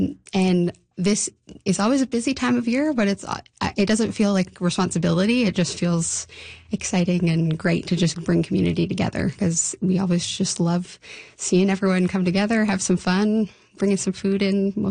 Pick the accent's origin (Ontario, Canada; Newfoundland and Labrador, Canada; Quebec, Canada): Newfoundland and Labrador, Canada; Gander; so I'm Gwich'in First Nations. Mm-hmm. I grew up in Gander, but my family comes from the Northwest Territories.